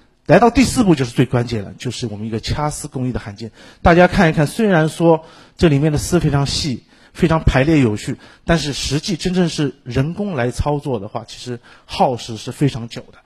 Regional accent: Shanghai, China; 当初有相当多的我们上海包括全国的通商口岸

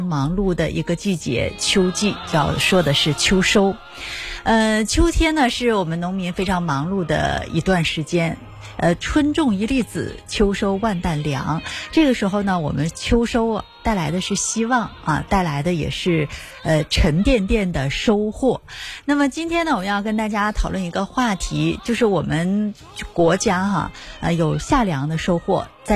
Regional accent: Northeast China, China; 咱们东北哈，这个秋粮不光是有大米，不光是有水稻哈，我们还有玉米，还有大豆，还有这个小米儿啊

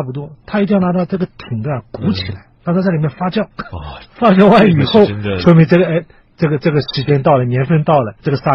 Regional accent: China; 不光我们就是中国人喜欢吃这种臭吃腐

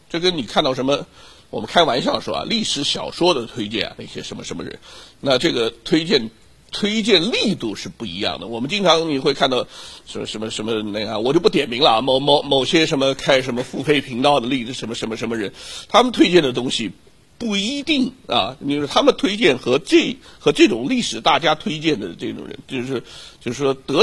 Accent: China; 为什么我们中国人讲究什么大义名分啊？

